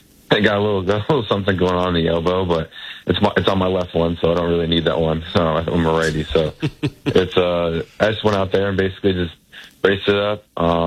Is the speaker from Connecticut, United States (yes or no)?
yes; New Haven, Connecticut, United States; moved away; growing up around the Yale community for 15, 16 years of my life